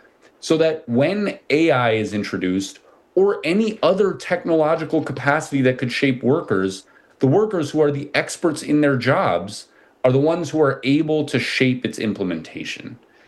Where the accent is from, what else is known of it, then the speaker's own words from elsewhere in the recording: Minnesota, United States; Well, so I'll shout out my home state of Minnesota again, because we just banned prediction markets in the state.